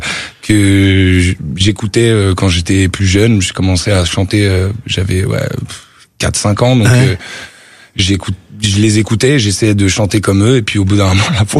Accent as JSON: {"language": "French", "town": "Paris", "region": "Île-de-France", "country": "France", "said": "je suis parisien. Ma famille vient du sud aussi, parce qu'on vient de cette bande Aveyron, Lozère, Ardèche"}